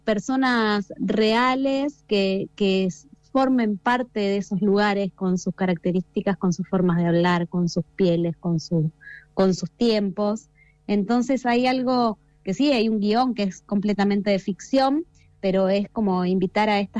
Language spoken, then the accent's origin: Spanish; La Plata, Buenos Aires Province, Argentina; also born or lived in Gaiman, Chubut; Yo soy platense